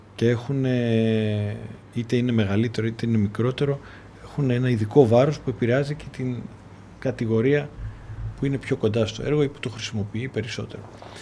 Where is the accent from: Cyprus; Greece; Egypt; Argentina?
Greece; Thessaloniki, Central Macedonia; γεννήθηκα και μεγάλωσα εδώ στη Θεσσαλονίκη.